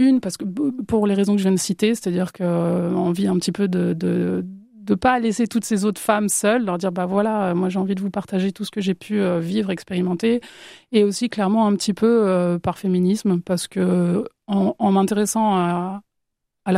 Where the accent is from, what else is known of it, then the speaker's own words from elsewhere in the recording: Barcelona, Catalonia, Spain; also born or lived in Orléans; alors il faut savoir que moi j'ai grandi à Barcelone, donc le décalage Barcelone-Orléans, il a été un petit peu dur pour moi.